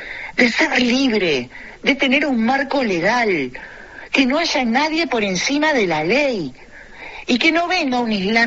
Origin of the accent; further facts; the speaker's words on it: Uruguay; la universidad que nos pertenece a todos, Gustavo, a todos los uruguayos, del primero al último